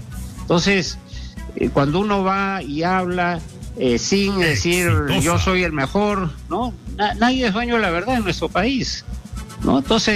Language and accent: Spanish; Peru; todos somos peruanos